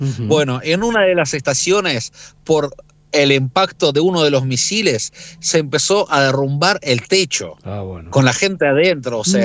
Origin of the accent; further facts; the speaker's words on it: Kharkiv, Kharkiv Oblast, Ukraine; moved away; en mi ciudad natal, Kharkiv